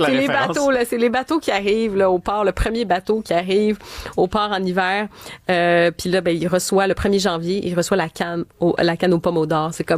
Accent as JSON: {"language": "French", "town": "Montreal", "region": "Quebec", "country": "Canada", "tie": "born or raised there", "said": "moi, j'ai grandi à Montréal"}